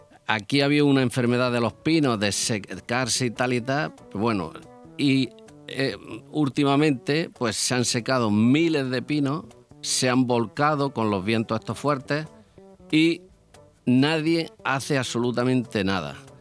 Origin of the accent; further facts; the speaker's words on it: Baza, Andalusia, Spain; Parque, en Baza, Granada.